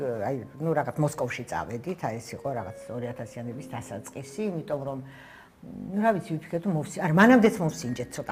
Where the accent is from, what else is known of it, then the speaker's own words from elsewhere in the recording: Tbilisi, Georgia; მე ვარ მესამე თაობის თბილისელი, ჩემ ბებია-ბაბუა უკვე თბილისელები იყვნენ.